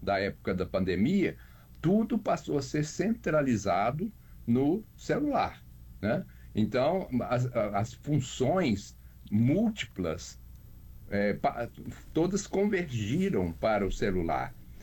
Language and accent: Portuguese; Belo Horizonte, Minas Gerais, Brazil; born there; eu nasci em Belo Horizonte, Minas Gerais.